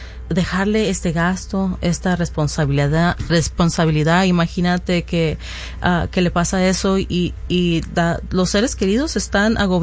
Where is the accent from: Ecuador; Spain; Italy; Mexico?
Mexico; Mi mamá, yo soy de México, mi mamá es de Michoacán.